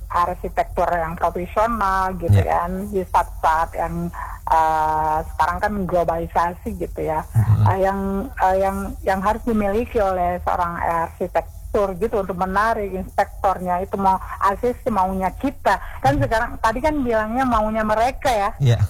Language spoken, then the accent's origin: Indonesian; Aceh, Indonesia; bagaimana maunya kita orang Aceh ini maunya orang Aceh dipenuhin sama inspektornya gitu loh.